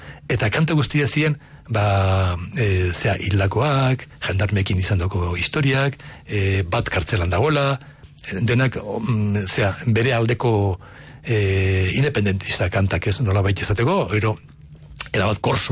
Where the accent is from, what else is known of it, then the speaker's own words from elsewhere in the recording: Basque Country, Spain; esango dute, kontxo, nongo zea espainola eta ez, euskalduna naiz.